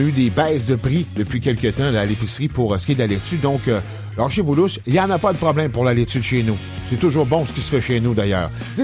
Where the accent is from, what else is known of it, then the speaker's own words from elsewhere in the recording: Quebec, Canada; chez nous, au Québec